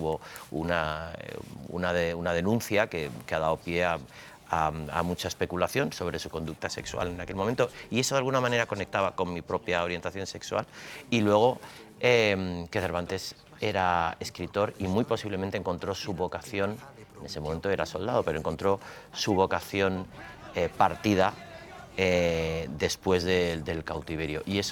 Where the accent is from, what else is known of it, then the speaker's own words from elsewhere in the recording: Chile; born there; moved away; Yo nací en Chile y me libré del golpe de Estado porque mi madre, que es española y que ella vivió la guerra civil, mi madre tiene ahora 95 años, ella decidió salir del país 15 días antes del golpe de Estado.